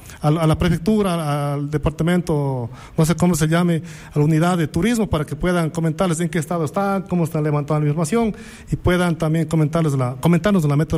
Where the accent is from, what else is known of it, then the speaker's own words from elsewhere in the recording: Saraguro, Loja, Ecuador; En Saraguro, pues, a pesar de ser mi tierra natal